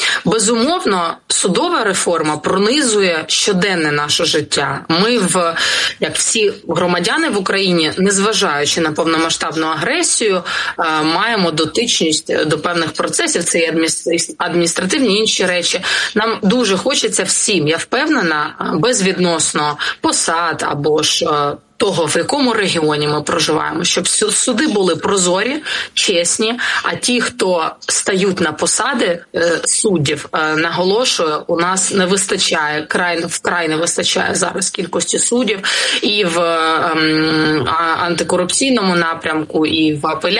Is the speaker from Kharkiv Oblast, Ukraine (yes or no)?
yes; Kharkiv, Kharkiv Oblast, Ukraine; вчора в моєму рідному Харкові.